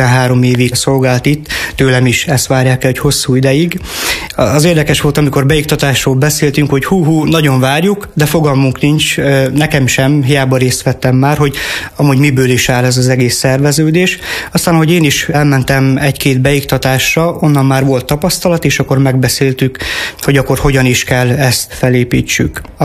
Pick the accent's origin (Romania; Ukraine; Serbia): Ukraine; Zakarpattia Oblast; now in Hungary; hogy én kárpátaljai származású vagyok, előtte Szerencsén éltünk 2 évig.